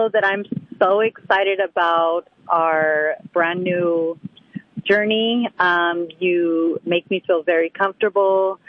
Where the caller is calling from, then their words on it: Stockton, California, United States; Stockton, California.